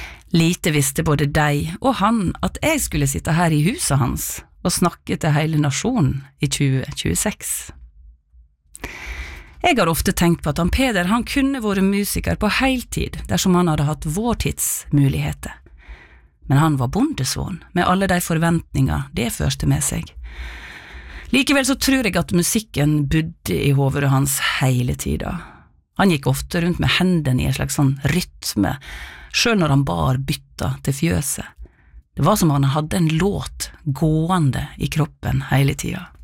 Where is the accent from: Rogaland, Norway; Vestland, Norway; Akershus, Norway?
Vestland, Norway; Breim; moved away; huset står på en av nabogårdene fra der jeg vokste opp.